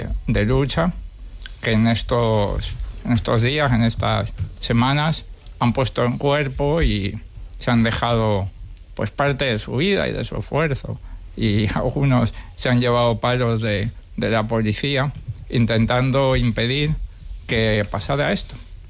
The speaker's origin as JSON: {"language": "Spanish", "country": "Spain"}